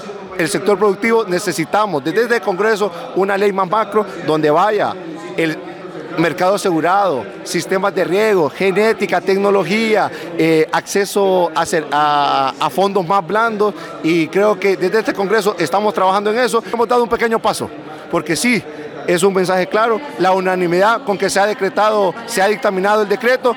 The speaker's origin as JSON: {"language": "Spanish", "region": "Choluteca", "country": "Honduras", "said": "En mi pueblo, Choluteca"}